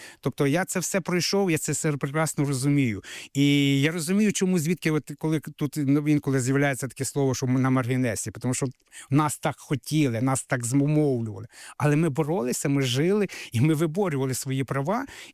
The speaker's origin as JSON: {"language": "Ukrainian", "region": "Crimea", "country": "Ukraine", "said": "України, корінна кримська татарка."}